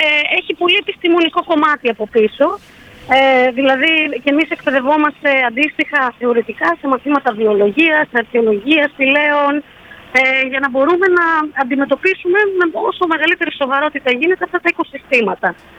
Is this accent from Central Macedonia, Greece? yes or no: no; Epirus, Greece; moved away; also born or lived in Athens; Όταν επέστρεψα στην ιδιαίτερη πατρίδα μου, με μια παρέα φίλων και υποστηρικτές από άλλους συλλόγους, φίλοι δηλαδή σπηλαιολόγοι που βοήθησαν στην όλη διαδικασία, να ιδρύσουμε τον Σπηλαιολογικό Σύλλογο για να εισάγουμε και στην Ήπειρο πια αυτό το άθλημα